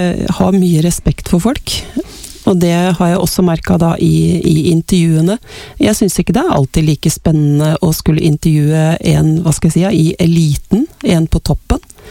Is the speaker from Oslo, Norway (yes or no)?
yes; Oslo, Norway; now in Toten, Norway; Jeg kommer fra Kjelsås I Oslo.